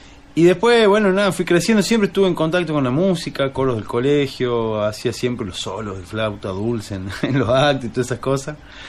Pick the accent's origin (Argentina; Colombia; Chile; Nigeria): Argentina; Salta; moved away as an adult; now in Córdoba, Argentina; Soy salteño, me fui a vivir a Córdoba, capital, hace 17 años ya.